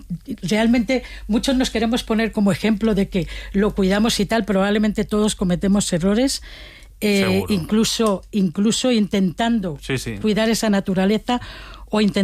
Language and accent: Spanish; Valencian Community, Spain